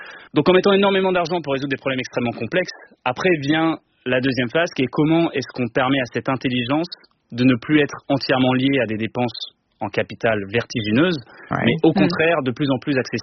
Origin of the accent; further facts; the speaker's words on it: France; en tant que Français européens